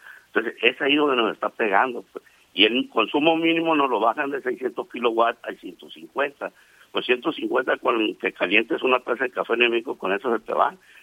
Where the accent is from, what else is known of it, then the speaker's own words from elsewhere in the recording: Mexico; Se supone que los dueños de CFE somos los mexicanos, somos nosotros